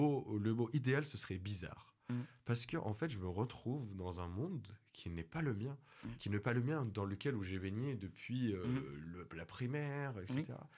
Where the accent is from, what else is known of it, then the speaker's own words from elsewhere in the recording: Turkey; c'est un très grand poète-chanteur de ma ville natale de Turquie